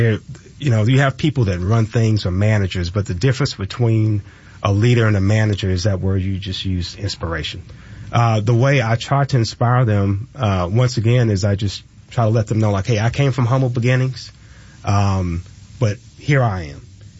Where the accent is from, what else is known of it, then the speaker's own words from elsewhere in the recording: Fort Valley, Georgia, United States; I grew up in Fort Valley, Georgia. Now, I will say I've always been proud to be from Fort Valley.